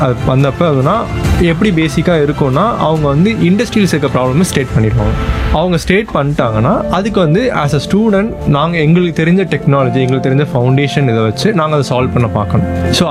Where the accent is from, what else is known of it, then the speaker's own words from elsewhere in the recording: Karur, Tamil Nadu, India; also born or lived in Amaravathi Nagar; ஆக்சுவலாக நான் பிறந்தது வளர்ந்தது எல்லாமே கரூரில், படித்ததெல்லாம் சைனிக் ஸ்கூல் அமராதி நகரில்